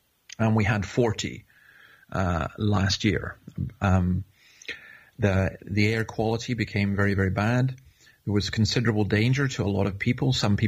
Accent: Scotland, United Kingdom; now in Australia; I'm from Scotland.

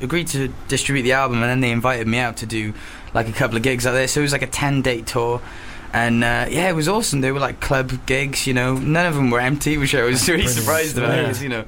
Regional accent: Cardiff, Wales, United Kingdom; Well, I'm from Cardiff.

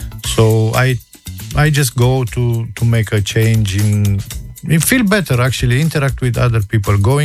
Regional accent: Romania; English is a second language; moved away as an adult; I'm from Romania. I used to leave the country long time ago, like more than 17 years ago.

